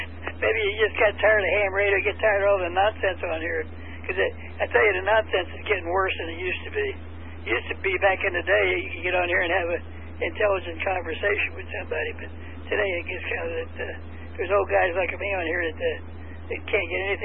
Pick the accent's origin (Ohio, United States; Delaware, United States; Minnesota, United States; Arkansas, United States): Delaware, United States; I'm from Delaware